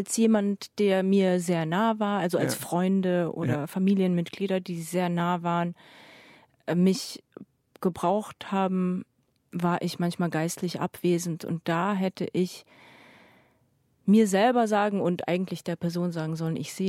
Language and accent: German; Sarajevo, Federation of Bosnia and Herzegovina, Bosnia & Herzegovina; moved away; Und das habe ich immer irgendwie, das war immer selbstverständlich für mich, bis ich dann ausgezogen bin aus Sarajevo. Und dann habe ich festgestellt, oh krass, mir fehlen die Berge.